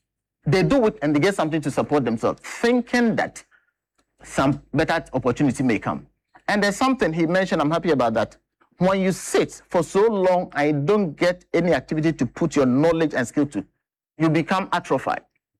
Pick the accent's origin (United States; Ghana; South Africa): Ghana; Bono; I'm from Bongahafu or Bono region.